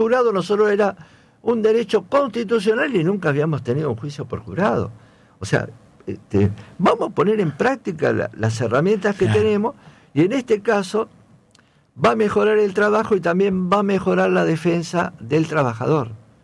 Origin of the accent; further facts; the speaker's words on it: Rosario, Santa Fe, Argentina; los municipales, que también somos rosarinos.